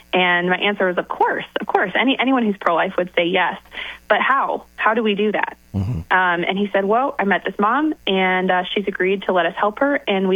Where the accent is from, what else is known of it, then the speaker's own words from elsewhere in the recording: Colorado, United States; So originally, I'm from Colorado, and my husband is from Indiana. So, yeah, Colorado girl fell in love with an Indiana guy